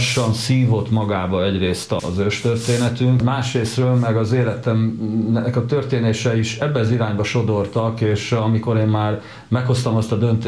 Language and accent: Hungarian; Hungary; born there; én ide születtem Magyarországra